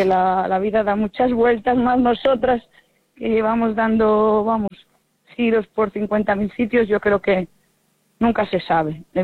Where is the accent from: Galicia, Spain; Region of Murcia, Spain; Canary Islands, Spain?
Galicia, Spain; Tui; Recuerdos, la verdad, sobre todo en mi tierra, en Tui, porque fueron quienes me dieron la oportunidad de poder jugar al fútbol, que empecé muy pequeñita en Tui